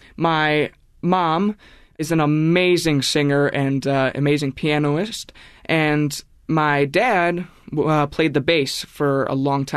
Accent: Wisconsin, United States; born there; 13 miles outside the Dells, right on the Wisconsin River. And I've been going up there ever since I was born. So I grew up around the Wisconsin River. I learned to swim in the Wisconsin River

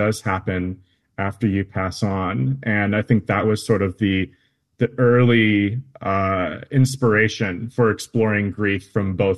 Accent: Twin Cities, Minnesota, United States; And you know, I didn't grow up on the reservation. I grew up in the Twin Cities.

